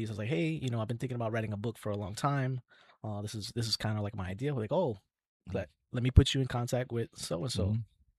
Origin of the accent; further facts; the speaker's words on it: New York City, New York, United States; I grew up in the Bronx